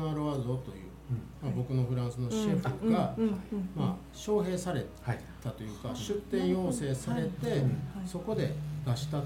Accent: Hyogo, Japan; moved away as an adult; also born or lived in France; 僕自身が、まあ、生まれは兵庫県生まれなので、はいはい、そのこの兵庫というあの土地に対してのそういう、まあ、故郷的な愛着はあったんですけど

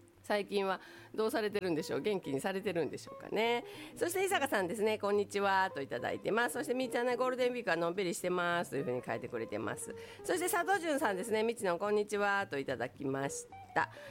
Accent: Takatsuki, Osaka, Japan; 私高槻出身でしてね

